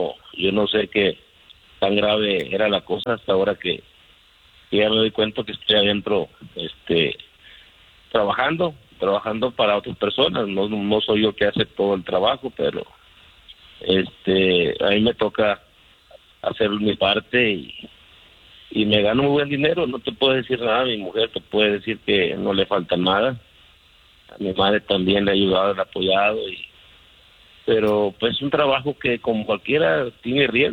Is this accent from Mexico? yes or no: yes; Mexico; moved away as an adult; Mira, yo me vine de México con una deuda y la verdad, soy mecánico